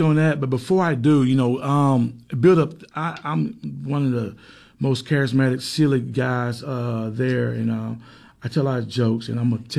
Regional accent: Anson, Alabama, United States; born and raised, like myself, born and raised in Anson, Alabama, who can do the job.

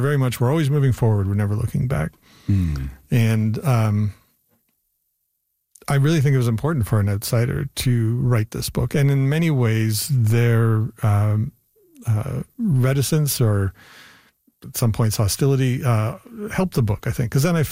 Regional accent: Canada; There were all these political events that really made people question the ways in which we are Canadian or why we are even Canadian.

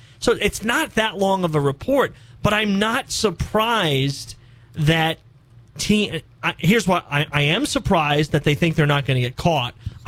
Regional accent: New York City, New York, United States; moved away; I grew up in Ozone Park, Queens, New York

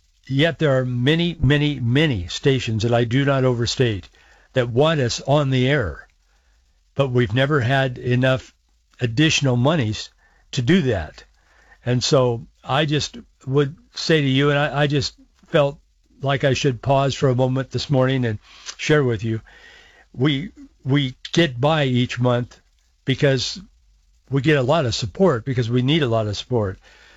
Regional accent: Yakima, Washington, United States; I was born and raised in Yakima. We lived in the valley for a number of years. Then my parents moved back to Yakima again.

